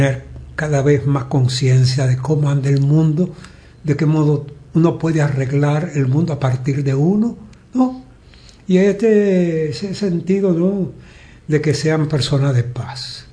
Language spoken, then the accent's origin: Spanish; Dominican Republic; Soy dominicano. Y la gran mayoría, de los, por no decirlo todo, todos los dominicanos somos alegres